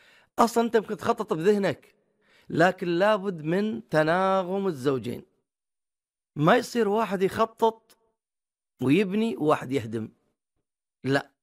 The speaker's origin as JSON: {"language": "Arabic", "country": "Bahrain", "said": "عندنا في البحرين أماكن سياحية جميلة"}